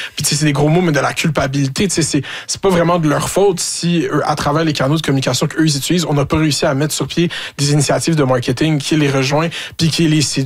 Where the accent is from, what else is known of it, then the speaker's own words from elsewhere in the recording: Quebec, Canada; parce que forcément, on est Québécois, on fait des affaires pour les Québécois, on a un edge sur eux.